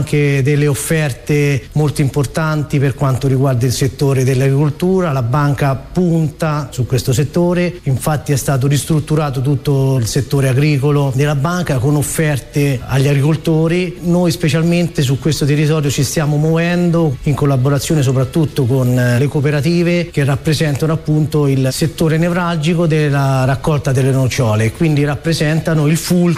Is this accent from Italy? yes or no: yes; Ronciglione, Lazio, Italy; Invito tutti a venire a Ronciglione, soprattutto oltre a visitare le bellezze naturalistiche e paesaggistiche del nostro paese